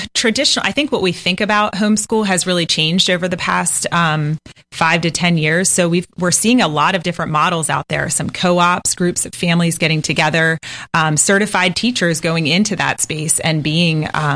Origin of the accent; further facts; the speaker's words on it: Littlestown, Pennsylvania, United States; now in St. Augustine Beach, United States; I am from Pennsylvania, a one stoplight town called Littlestown.